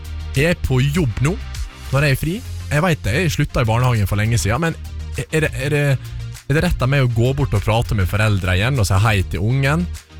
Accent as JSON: {"language": "Norwegian", "town": "Flemsøy", "region": "Møre og Romsdal", "country": "Norway", "tie": "born or raised there", "said": "Ok, jeg hadde en fastlege hjemme på Flemsøy når jeg var liten. Og da er det lett for at man møter på det aller fleste når man kjører fra en liten plass."}